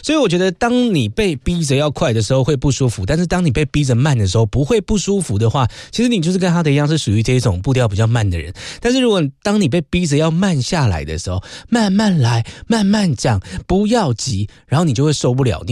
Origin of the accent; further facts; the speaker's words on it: Taipei, Taiwan; moved away as an adult; now in Tainan, Taiwan; 因为我算是台北人啦，以前小时候就是在台北生活了，那后来我真的是没有办法接受台北的快步调，后来又去台南生活